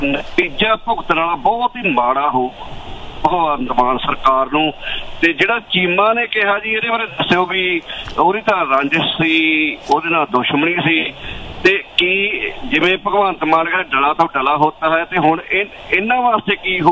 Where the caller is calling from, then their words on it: Punjab, India; ਮੈਂ ਮਾਨਸਾ ਦੇ ਨੇੜ ਨੂੰ ਬਿਲੋਂਗ ਕਰਦਾ।